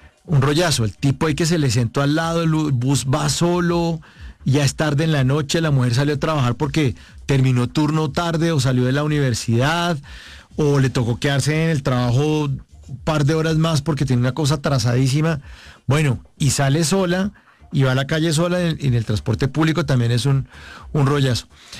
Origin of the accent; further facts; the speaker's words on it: Bogotá, Colombia; moved away as an adult; now in Medellín, Colombia; yo soy bogotano, estoy viviendo en Medellín hace 5 años